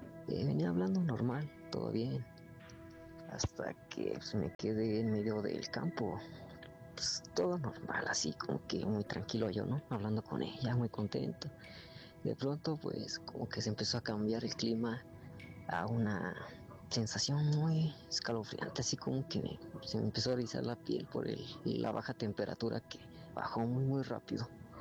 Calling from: Toluca, State of Mexico, Mexico; Soy de Toluca

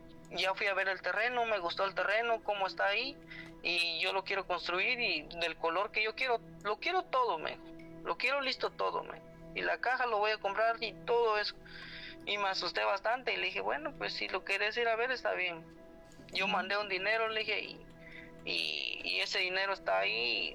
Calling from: Guatemala; yo soy de Guatemala

